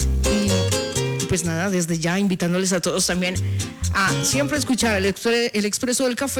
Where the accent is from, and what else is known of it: Colombia